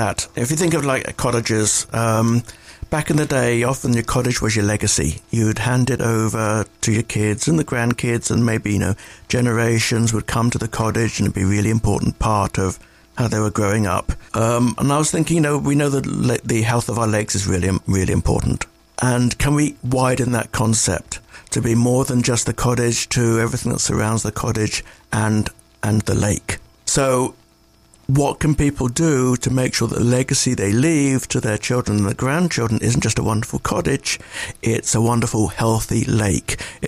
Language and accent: English; England, United Kingdom; moved away; As a child growing up in England, I loved nature.